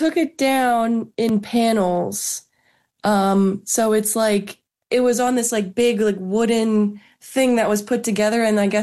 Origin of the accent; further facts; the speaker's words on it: Pennsylvania, United States; I grew up in the Philly suburbs. So always been a Phillies fan.